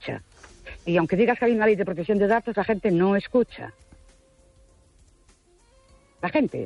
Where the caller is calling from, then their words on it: Ourense, Galicia, Spain; de Orense